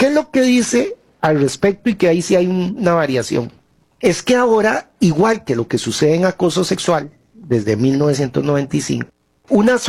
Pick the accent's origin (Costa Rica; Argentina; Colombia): Costa Rica